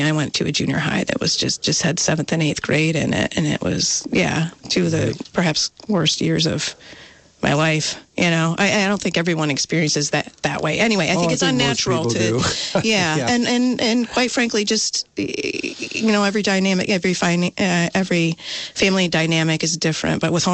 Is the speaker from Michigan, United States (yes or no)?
yes; Michigan, United States; moved away as an adult; now in Vermont, United States; I came here. My boss, I came from Western Michigan, worked for Wolverine Worldwide, and my former boss there came to Vermont to work for Merrell Footwear here in Vermont.